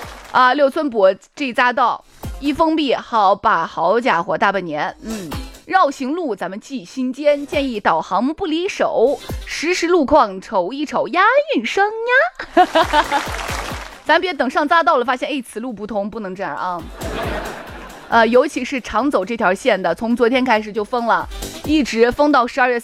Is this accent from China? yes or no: yes; Shaanxi, China